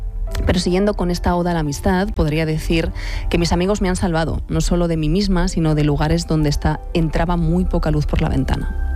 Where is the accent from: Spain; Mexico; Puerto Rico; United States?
Spain; Barcelona, Catalonia; Y justamente mi mejor amiga que vive en Barcelona, soy de Barcelona, ya lo sabes